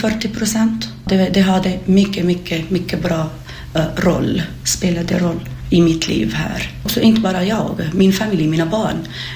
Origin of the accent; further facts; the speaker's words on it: Syria; Swedish is a second language; moved away as an adult; now in Jakobstad, Finland; Jag kommer från Syrien. Jag har bott i Finland i 10 år.